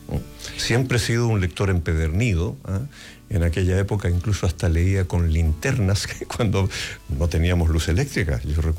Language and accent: Spanish; Coyhaique, Aysén, Chile; Y después estuve internado en Puerto Aysén, en el liceo. Y después regresé a Coyhaique, a mi pueblo, y aquí terminé mis estudios secundarios.